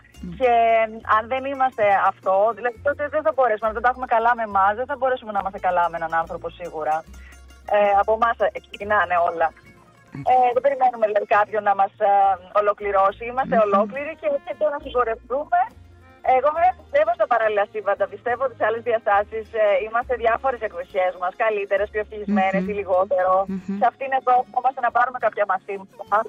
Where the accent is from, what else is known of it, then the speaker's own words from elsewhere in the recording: Cyprus; moved away; στην πατρίδα μου και πατρίδα του Ευαγόρα φυσικά, στην Κύπρο